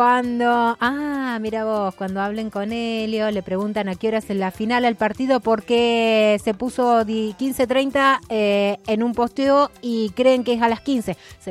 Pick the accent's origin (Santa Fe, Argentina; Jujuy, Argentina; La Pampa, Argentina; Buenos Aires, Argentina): Santa Fe, Argentina; moved away; Se extraña el pago dejado atrás, ya que soy santafesina y adopté Chipo desde el año 1970.